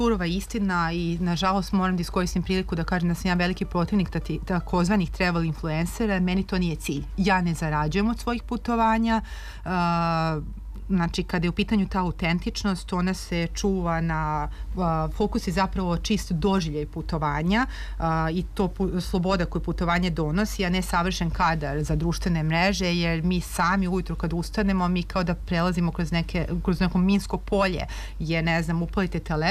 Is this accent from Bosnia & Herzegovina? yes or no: no; Serbia; ona je primetila da dolazim iz Srbije.